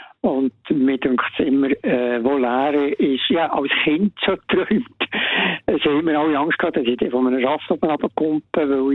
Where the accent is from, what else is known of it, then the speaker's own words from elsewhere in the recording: Bern, Switzerland; Ich bin Berner